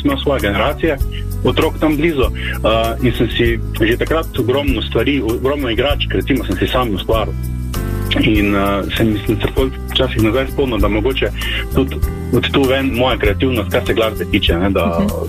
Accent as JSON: {"language": "Slovenian", "town": "Kovača vas", "region": "Drava", "country": "Slovenia", "tie": "born or raised there", "said": "odraščal sem v Kovači vasi, to je v bistvu minuto iz Slovenske Bistrice. Doma mi imamo še v bistvu kmetijo in ogromno časa sem preživel v naravi, ob hišnih in pač kmečkih opravilih."}